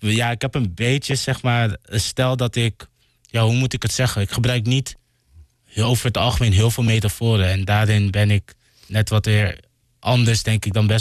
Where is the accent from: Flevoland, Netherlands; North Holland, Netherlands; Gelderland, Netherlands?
Flevoland, Netherlands; Almere; born there; also born or lived in Nigeria; of andere verbasteringen die velen ervan maken. Ik ben in Nigeria geboren, maar kom uit Almere